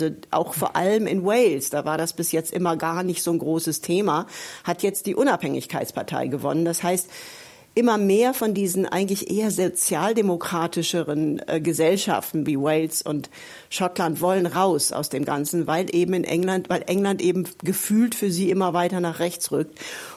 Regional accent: Germany; moved away as an adult; now in United Kingdom; Wir kennen das ja auch als Deutsche

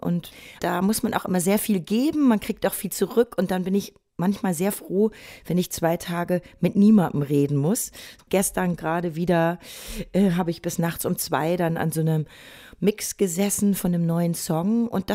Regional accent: Bad Salzuflen, North Rhine-Westphalia, Germany; now in Berlin, Germany; in meiner Kindheit und Jugend in Bad Salzuflen, in so einer Kleinstadt

